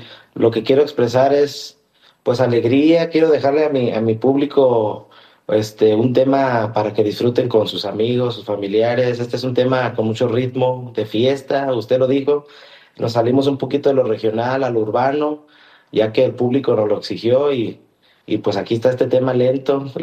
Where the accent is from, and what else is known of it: Jiquilpan, Michoacán, Mexico